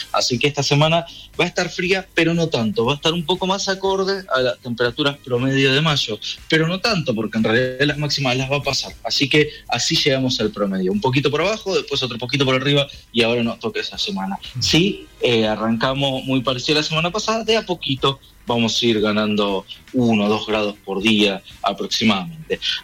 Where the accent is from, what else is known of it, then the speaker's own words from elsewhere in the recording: Buenos Aires, Argentina; moved away; acuérdense que yo soy de Buenos Aires